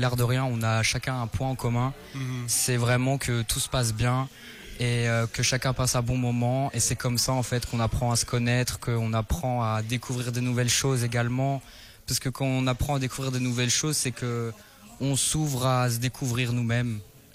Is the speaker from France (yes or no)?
no; Florenville, Wallonia, Belgium; now in Chiny, Belgium; Moi je viens de Florentville, j'habite à Chigny.